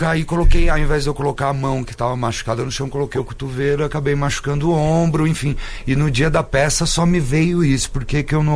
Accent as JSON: {"language": "Portuguese", "town": "Santo André", "region": "São Paulo", "country": "Brazil", "tie": "born or raised there", "said": "Eu fiquei em Santo André até começar a fazer mesmo teatro."}